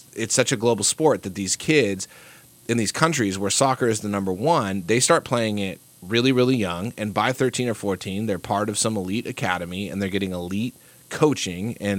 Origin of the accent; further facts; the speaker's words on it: United States; I grew up around soccer. I grew up in America.